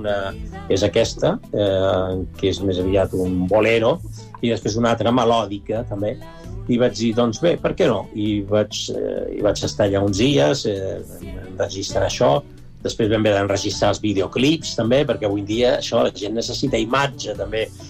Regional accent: Barcelona, Catalonia, Spain; born there; also born or lived in Vatican City; de petit havia estudiat al Conservatori del carrer Bruc, el Conservatori Superior Municipal de Música de Barcelona

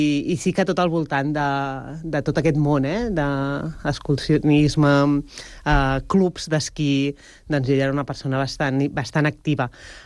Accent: Barcelona, Catalonia, Spain; born there; Jo vaig néixer a Barcelona.

